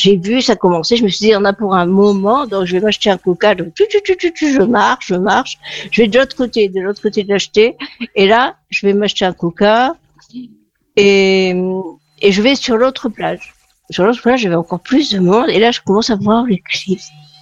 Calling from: Arcachon, Nouvelle-Aquitaine, France; j'ai 60 ans, je suis à Arcachon

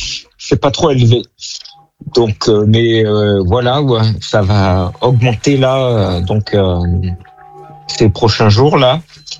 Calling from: Beaumont, Auvergne-Rhône-Alpes, France

